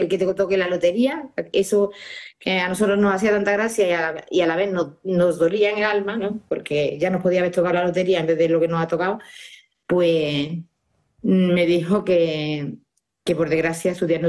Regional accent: Baena, Andalusia, Spain; en Andalucía, yo soy de Córdoba, Baena, un pueblo de Córdoba

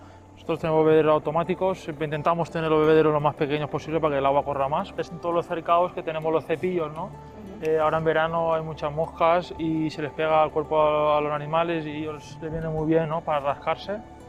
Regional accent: Bocairent, Valencian Community, Spain

